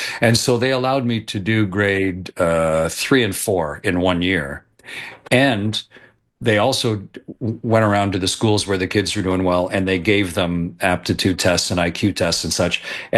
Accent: Canada; I'm Canadian, and I went to a good school system. I'm lucky to have grown up in a country with a good, pretty much universal school system.

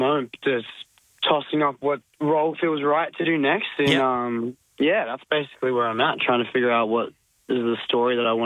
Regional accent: Australia; accent: Australian; I guess I was talking in the audition space, like for the chemistry reading, my normal accent, probably just getting up to no good. And they're like, do you want to just do it in Australian while you're at it?

